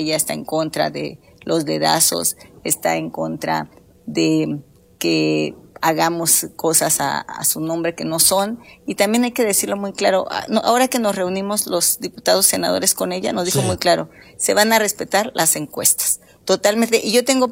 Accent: Guerrero, Mexico; Fuimos desplazados por la violencia. Y yo me crié en la Tierra Caliente.

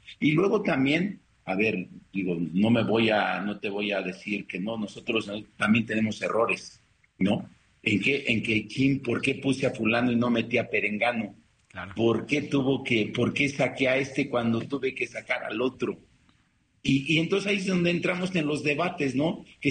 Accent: Mexico; esto éramos los mexicanos

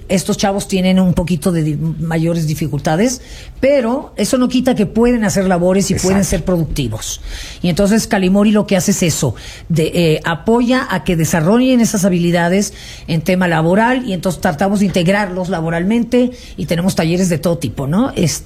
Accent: Mexico City, Mexico; born there; also born or lived in Spain / Panama; Mi familia es cubana, sí. Yo nací aquí en este...

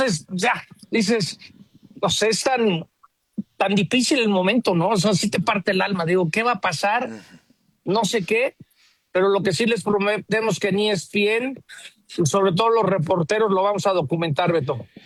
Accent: Mexico; me parte el alma como mexicano

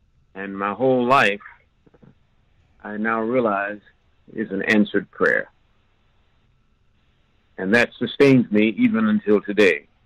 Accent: Columbus, Ohio, United States; in 1950, I was taken to a minstrel show in Dawson, Georgia, when I was visiting from Columbus, Ohio, back in Dawson at the age of 9.

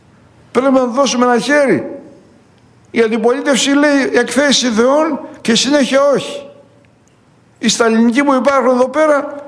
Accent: Greece; είμαι Έλλην.

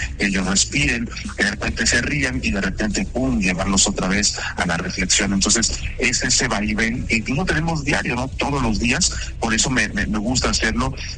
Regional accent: Mexico; como somos los mexicanos.

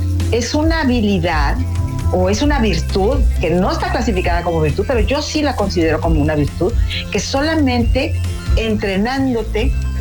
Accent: Mexico; a nosotros como mexicanos

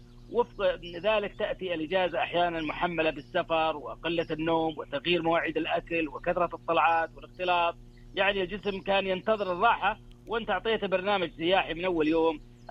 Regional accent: Saudi Arabia

